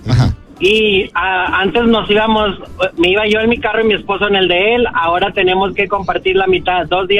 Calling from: Killeen, Texas, United States; Yo vivo en Killeen, estoy a hora y media de Austin.

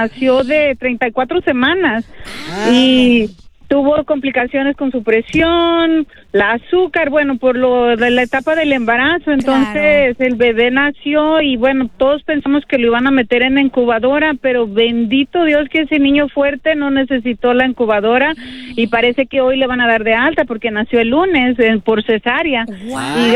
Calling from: Fontana, California, United States

